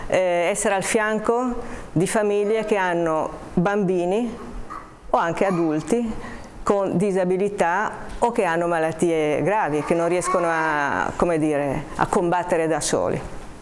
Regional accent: Genoa, Liguria, Italy; now in Haiti; io sono partita 25 anni fa da Genova, io sono una genovese che 25 anni fa ha, posso dire, essere stata catapultata nello stesso posto dove Cristoforo Colombo tanti anni prima aveva messo piede. Io vivo ad Haiti

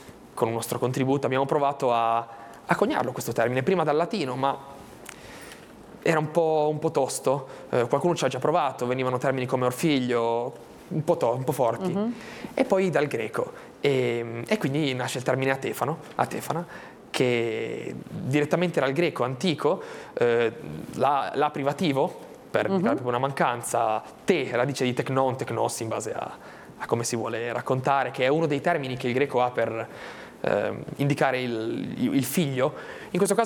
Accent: Albenga, Liguria, Italy; E prima il nostro comune di Albenga, noi siamo di Albenga

